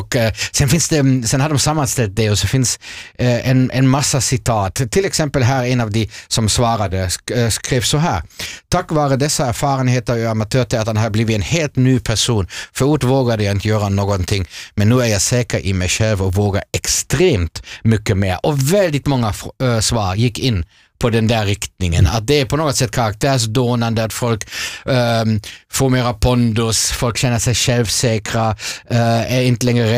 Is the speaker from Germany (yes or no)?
yes; Germany; Swedish is a second language; now in Finland; min hemland Tyskland